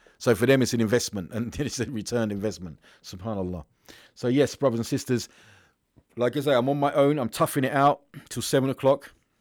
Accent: Luton, East of England, United Kingdom; I'm local. If you go to, I'm from Luton. I live here.

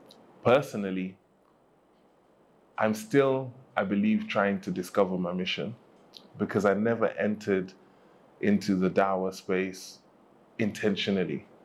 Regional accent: United Kingdom; as a British person of African descent, someone that, you know, my grandparents migrated to the UK in the 50s and I grew up and was born there, but I always knew that I was not from there.

